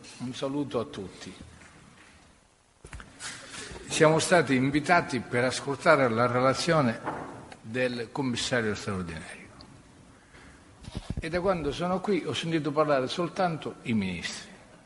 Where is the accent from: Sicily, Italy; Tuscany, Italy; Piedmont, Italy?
Sicily, Italy